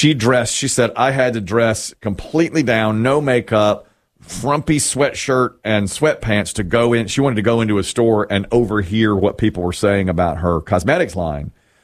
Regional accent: Asheboro, North Carolina, United States; born there; We're from Ashboro, you know. We didn't get out much.

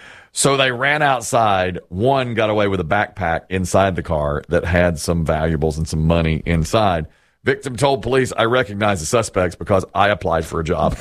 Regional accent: Asheboro, North Carolina, United States; I'm from Ashburn, North Carolina. I was born in 1971.

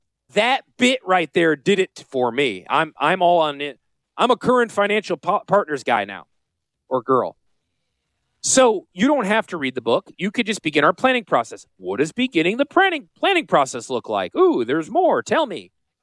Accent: Connecticut, United States; now in South Carolina, United States; I'm from Connecticut. I could say this. Look, you're amongst friends, but when I moved here, I was shocked at the degree of hospitality and openness that this state accepted me with, right?

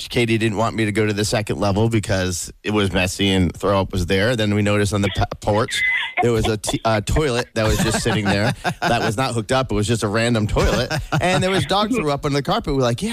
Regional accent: Rhode Island, United States; When I went to ODU, which is in Virginia, when I went to college there, and I'm originally from Rhode Island

